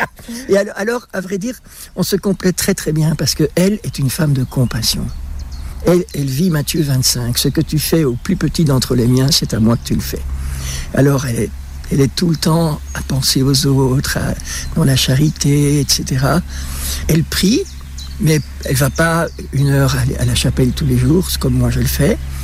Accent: Belgium; On est resté en Belgique, puisque je suis belge.

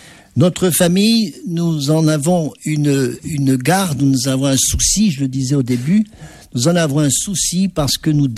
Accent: Auvergne-Rhône-Alpes, France

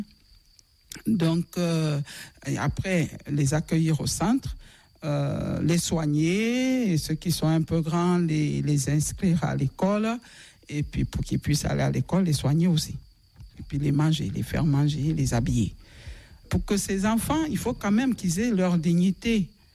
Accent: Nzérékoré, Nzérékoré Region, Guinea; Car je suis natif des Érécorées, la République de Guinée, mais en région forestière.

